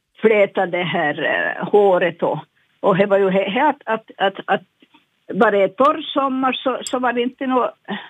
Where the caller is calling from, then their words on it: Purmo, Ostrobothnia, Finland; Jag kommer från Pormo.